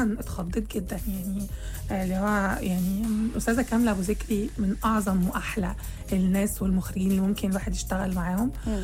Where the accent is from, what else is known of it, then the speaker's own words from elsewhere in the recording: Syria; انا برضو بعمل، يعني انا سورية وبعمل الدور ده